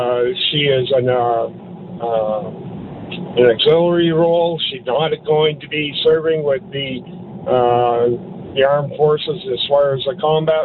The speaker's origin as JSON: {"language": "English", "country": "Canada", "said": "And as far as our Canadian military being able to defend Canada, it's an impossible task because Canada's far too big for us to ever defend."}